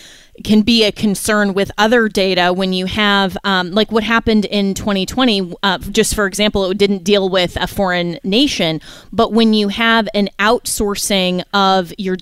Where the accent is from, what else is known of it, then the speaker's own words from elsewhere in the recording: Florida, United States; which is a huge debate right now in my home state of Florida.